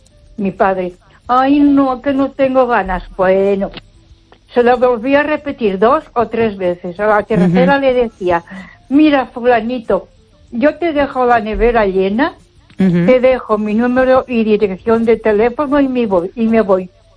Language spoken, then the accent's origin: Spanish; Barcelona, Catalonia, Spain; Yo te voy a decir que me crié en Barcelona, uh-huh, y quizás las costumbres eran un poco más adelantadas.